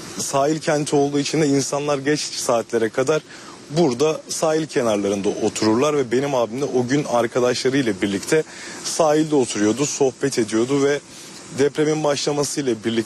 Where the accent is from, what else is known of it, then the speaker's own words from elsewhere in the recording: Gölcük, Kocaeli, Turkey; biz Gölcüklüler olarak deprem gerçeğini unutmuyoruz.